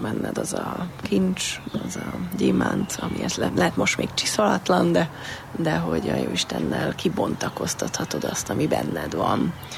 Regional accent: Máriaremete, Budapest, Hungary; Mert Májra Remetén nőttem föl

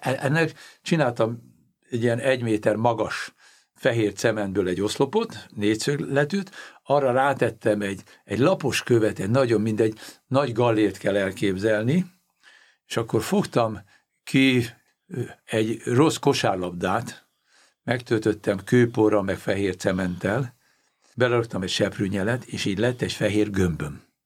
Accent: Hungary; Mert magyar vagyok.

